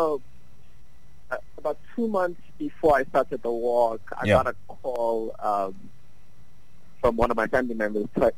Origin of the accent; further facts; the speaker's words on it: Durban, KwaZulu-Natal, South Africa; I grew up in Township, KwaMashu, and in former settlements in Inanda.